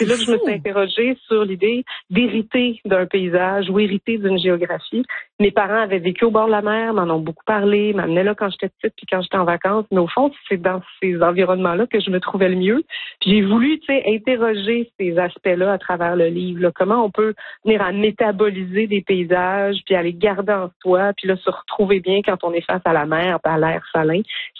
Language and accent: French; Ontario, Canada; moved away as an adult; also born or lived in Quebec; now in Nova Scotia, Canada; Puis moi, comme vous l'avez dit, je viens de l'Ontario. Je connais bien l'Ontario. J'ai vécu là 25 ans.